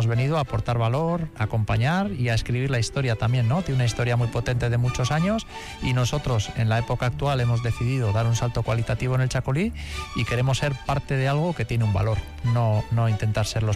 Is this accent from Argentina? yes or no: no; Bilbao, Basque Country, Spain; born there; Nací en Santutxu